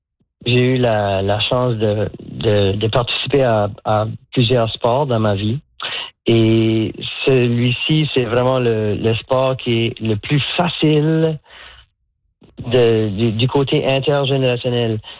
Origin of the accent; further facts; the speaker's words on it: Moncton, New Brunswick, Canada; first language French; moved away as an adult; now in Nova Scotia, Canada; je suis originaire de Moncton, puis j'ai travaillé presque exclusivement en anglais depuis que je suis en Nouvelle-Écosse. Ça fait presque 40 ans. Alors, moi, ma vie, ça se passe en français. On ne parle qu'en français à la maison.